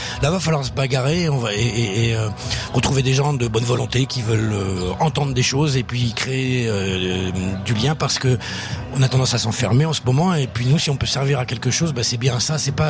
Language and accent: French; France; Je parle en tant que Français